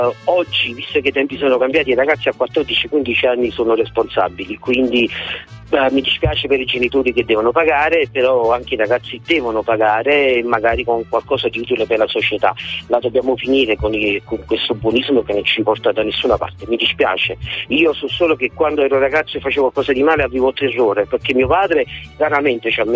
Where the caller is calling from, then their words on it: Naples, Campania, Italy; come diciamo a Napoli